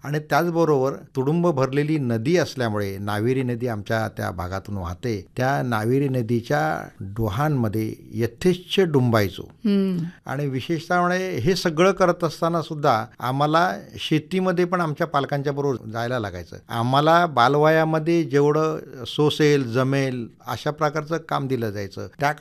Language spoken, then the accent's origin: Marathi; Ringane, Maharashtra, India; रत्नागिरी जिल्ह्यातल्या लांजा तालुक्यातील सह्याद्री पायथ्याशी असलेल्या रिंगणे गावात माझा जन्म झाला. ज्या काळात माझा जन्म झाला त्यावेळेला गाव अक्षरशः बेटासारखं होतं.